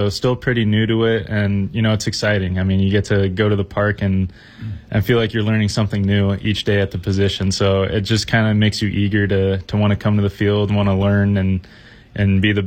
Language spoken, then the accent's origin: English; California, United States; Yeah, I was born and raised in the Bay Area, so, you know, grew up becoming an A's fan